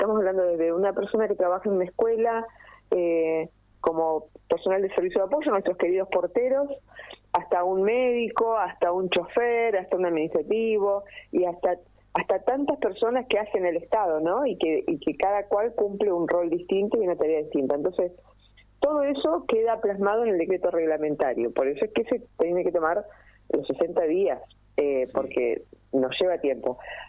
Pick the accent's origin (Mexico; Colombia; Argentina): Argentina; General Roca, Río Negro; Yo soy de Roca, exactamente.